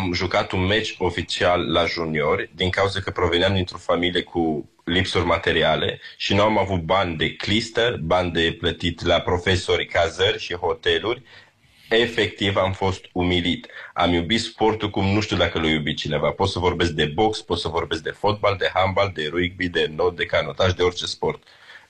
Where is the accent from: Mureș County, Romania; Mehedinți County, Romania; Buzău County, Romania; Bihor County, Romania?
Mureș County, Romania; Sighișoara; Eu sunt deloc din Sighișoara.